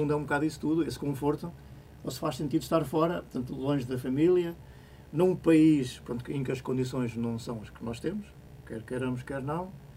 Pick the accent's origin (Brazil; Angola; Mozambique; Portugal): Portugal; Tendo eu nascido e crescido na Serra, à beira-serra, gosto muito do mar.